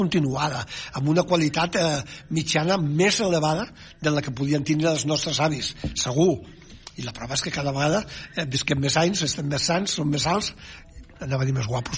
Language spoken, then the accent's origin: Catalan; Catalonia, Spain; som cuiners catalans.